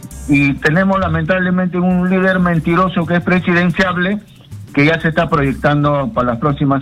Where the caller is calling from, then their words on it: Lima, Peru; de San Juan del Urigancho.